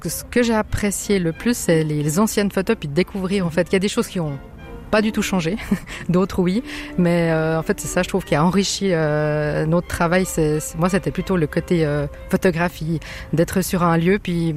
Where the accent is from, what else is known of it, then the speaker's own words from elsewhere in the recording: Préverenges, Vaud, Switzerland; born there; moi, je suis née à Prévenjes, donc c'est vrai que c'est un village qui me tient à cœur.